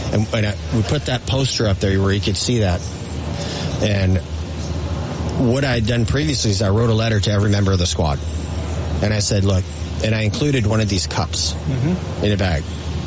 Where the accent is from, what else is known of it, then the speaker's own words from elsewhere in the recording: Wisconsin, United States; I'm from Wisconsin, and these savages murdered an entire herd of dairy cattle just to kill them.